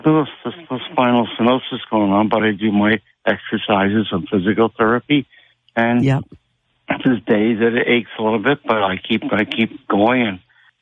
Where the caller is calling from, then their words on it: Pennsylvania, United States; I'm 60 miles from Philadelphia, with Bethlehem or Allentown.